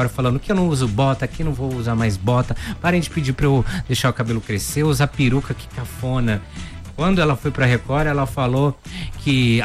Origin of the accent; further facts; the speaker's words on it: Ouro Fino, Minas Gerais, Brazil; now in São Paulo, Brazil; eu sou de Minas, Ouro Fino. E uma coisa que eu percebo aqui em São Paulo, que não tem casas de bolos gostosas, assim.